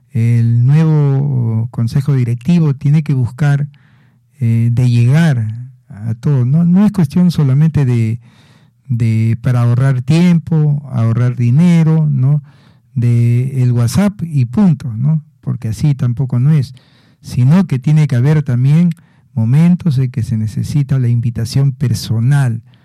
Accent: Oyón, Lima, Peru; Soy de aquí, de Ollón, soy de la provincia

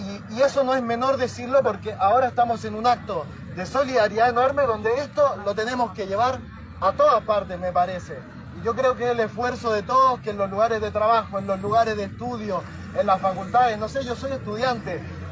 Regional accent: Chile; Soy también chileno

